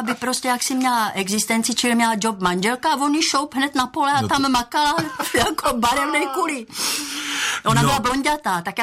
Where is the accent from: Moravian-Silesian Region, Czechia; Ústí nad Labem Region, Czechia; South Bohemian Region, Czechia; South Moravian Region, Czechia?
Moravian-Silesian Region, Czechia; Ostrava; Já jsem chodila do takové sportovní krasobruslářské školy jako dítě v Ostravě.